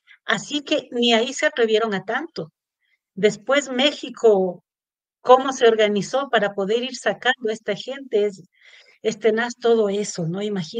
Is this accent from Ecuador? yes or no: yes; Quito, Pichincha, Ecuador; soy de Quito, Ecuador